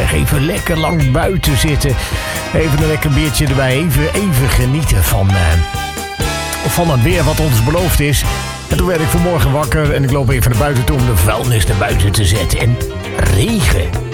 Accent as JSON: {"language": "Dutch", "country": "Netherlands", "said": "En we mogen daar als Nederlander wel een beetje trots op zijn."}